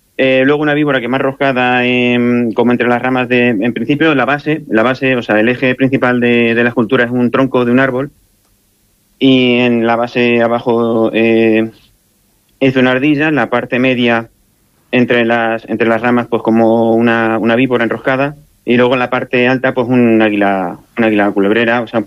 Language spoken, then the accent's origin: Spanish; Talavera de la Reina, Castilla-La Mancha, Spain; born there; moved away as an adult; now in Cuevas del Valle, Spain; Sí, yo nací en Talavera. Uh-huh. Por parte de mi familia paterna, de Talavera, y familia materna de aquí de Cuevas, o sea, de la sierra. Y entonces, a la hora de establecerme, pues decidí establecerme aquí.